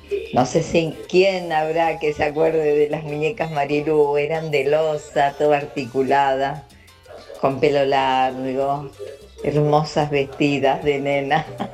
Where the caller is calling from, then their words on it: Villa Rosa, Argentina; de Villa Rosa.